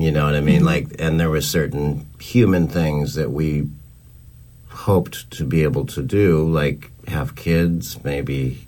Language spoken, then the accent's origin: English; the West, United States; moved away; also born or lived in North Carolina; I grew up out in the West.